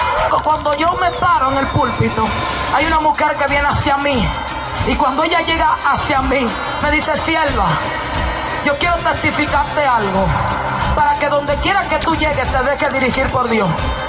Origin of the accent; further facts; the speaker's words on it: Dominican Republic; en la ciudad de Cotuí, en mi país